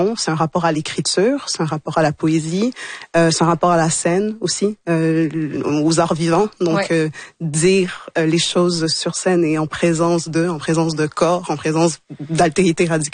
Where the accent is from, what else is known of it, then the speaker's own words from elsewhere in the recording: Port-au-Prince, Ouest, Haiti; born there; Non, c'est comme un peu classique, enfants d'immigrants. Moi, je suis née à Port-au-Prince. J'ai grandi ici.